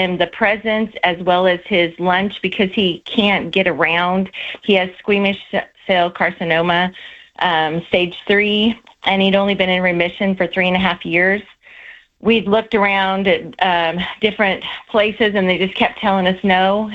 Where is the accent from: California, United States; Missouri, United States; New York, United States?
Missouri, United States; We're from Missouri.